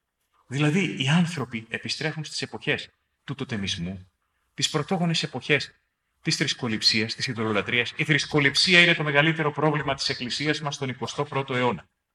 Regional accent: Greece; Η πρώτη αρρώστια, Έλληνες είμαστε.

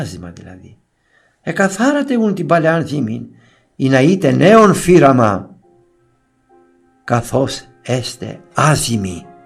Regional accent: Greece; Η μέρα που δεν πρέπει να την ξεχνάμε και σαν χριστιανοί και σαν Έλληνες.

